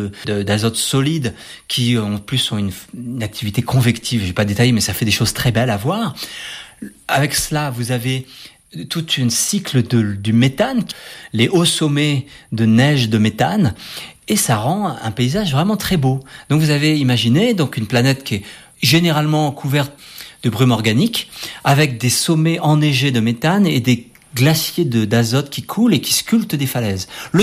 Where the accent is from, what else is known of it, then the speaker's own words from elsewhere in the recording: France; en tant que Français